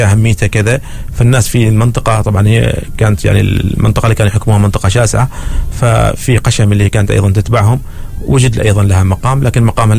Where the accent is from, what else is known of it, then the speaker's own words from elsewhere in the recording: Al Awabi, South Al Batinah, Oman; في منطقة استال في ولاية العوابي عندنا